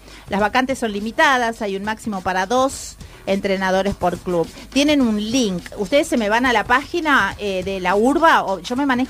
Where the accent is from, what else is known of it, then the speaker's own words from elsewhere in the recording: Santiago del Estero, Argentina; vamos a mi tierra, Unión Santiagueña de Rugby